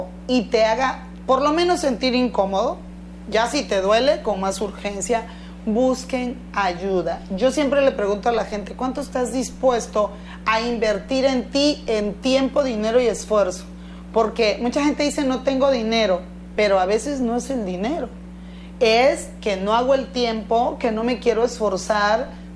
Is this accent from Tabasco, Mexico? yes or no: yes; Tabasco, Mexico; soy de Tabasco.